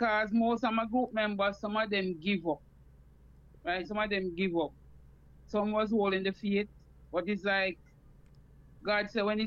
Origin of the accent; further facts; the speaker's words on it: New Longsville, Clarendon, Jamaica; Yes, we're off Chapelton Road, a place called New Longsville.